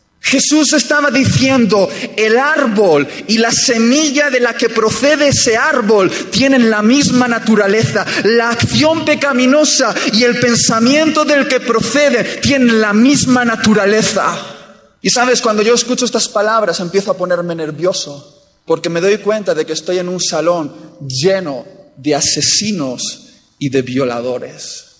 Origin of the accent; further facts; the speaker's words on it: Basque Country, Spain; Sabéis que soy vasco